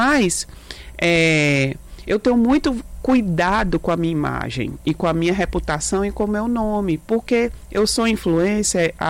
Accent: Fortaleza, Ceará, Brazil; eu sou da periferia de Fortaleza

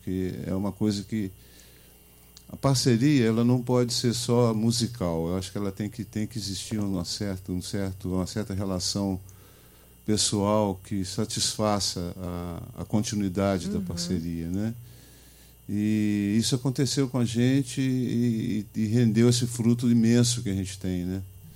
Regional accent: Varginha, Minas Gerais, Brazil; born there; moved away; um pai nordestino, uma mãe carioca, e eu fui nascer em Varginha, no sul de Minas.

